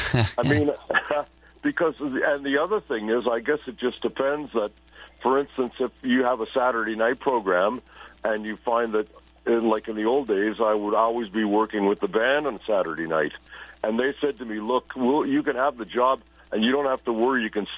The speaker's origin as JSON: {"language": "English", "town": "Toronto", "region": "Ontario", "country": "Canada"}